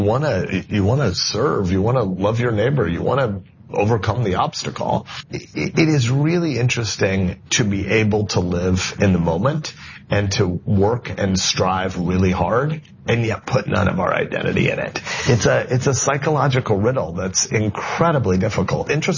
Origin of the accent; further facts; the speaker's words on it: Fremont, Nebraska, United States; also born or lived in Plainview; I was born in Plainview on the Nebraska-South Dakota border, but I lived in Fremont from age 2 on, and our home now is a mile from where I grew up.